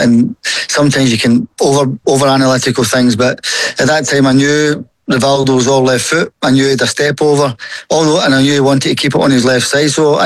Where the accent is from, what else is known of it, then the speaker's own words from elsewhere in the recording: Scotland, United Kingdom; being Scottish